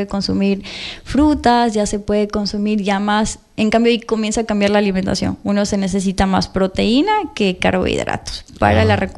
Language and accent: Spanish; Ecuador